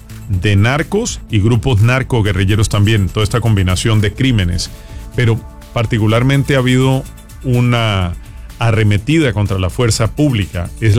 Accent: Colombia; mi país, Colombia

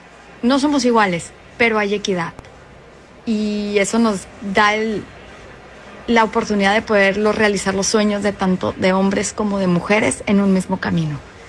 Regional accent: Mexico

